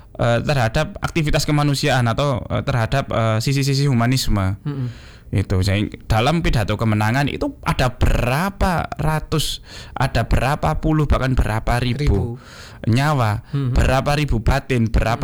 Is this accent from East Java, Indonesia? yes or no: yes; East Java, Indonesia; saya asli Jawa Timur. Kemudian saya lahir di Jawa Timur. Saya pun tinggal juga di Jawa Timur.